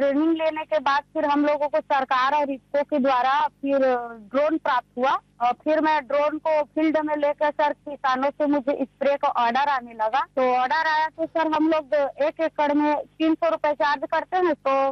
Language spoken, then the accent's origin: Hindi; Chhattisgarh, India; और मैं बिलासपुर जिले के मसूरी ब्लॉक सिपात पौड़ी की रहने वाली हूँ।